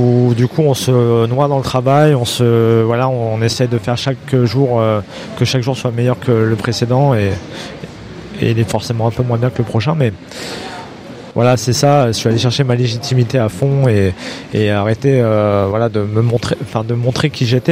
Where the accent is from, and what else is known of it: Lyon, Auvergne-Rhône-Alpes, France